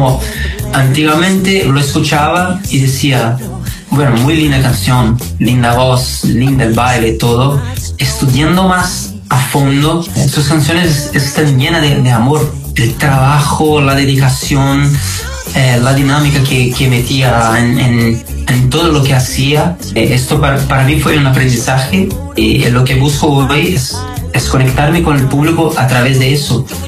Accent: Brazil; first language Portuguese; Spanish is a second language; moved away as an adult; mi primer idioma, viví en Brasil, portugués. Inglés fue el segundo idioma que aprendí

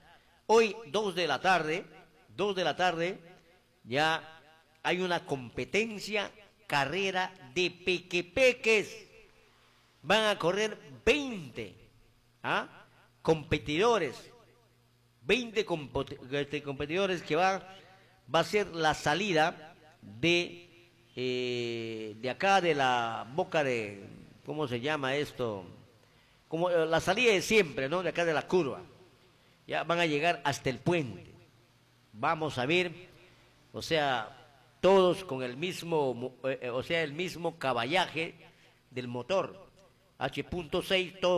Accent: Aguaytía, Ucayali, Peru

